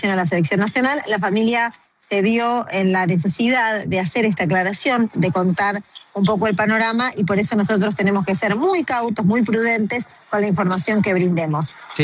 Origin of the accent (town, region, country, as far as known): Argentina